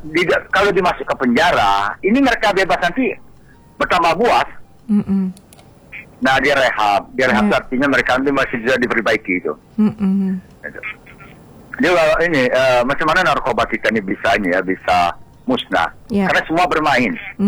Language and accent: Indonesian; Jambi, Indonesia; Aku ini orang Brony, Pak. Asli di sana Brony. Itu kan daerah kami